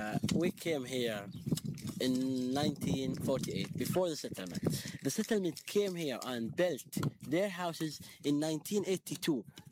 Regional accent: Umm al-Khair, West Bank, Palestine; English is a second language; also born or lived in Hebron; I am from Umm El Khair. I was born in 1994.

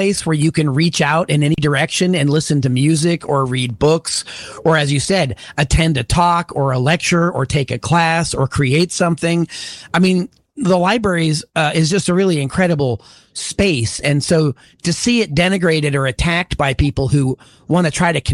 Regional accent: Pennsylvania, United States; You know, even in my hometown, they were closing them in Western Pennsylvania.

